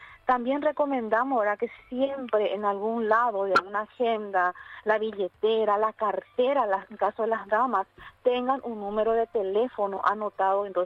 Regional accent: Paraguay; somos paraguayos, somos albirrojo hoy

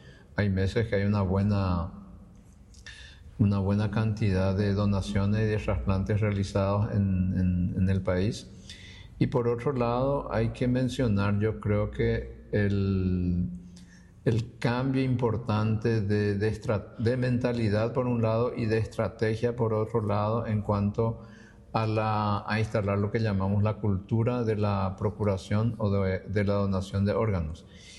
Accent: Paraguay; los hospitales del área del departamento central de nuestro país de Asunción

